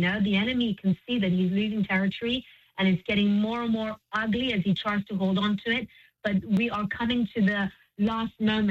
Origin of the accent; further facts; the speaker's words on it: Iran; moved away; I grew up in Iran. I went to school in Iran.